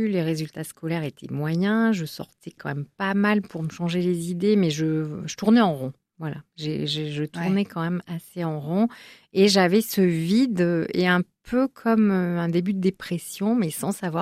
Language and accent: French; Biarritz, Nouvelle-Aquitaine, France; j'ai 54 ans. Moi, je suis née dans le Sud-Ouest.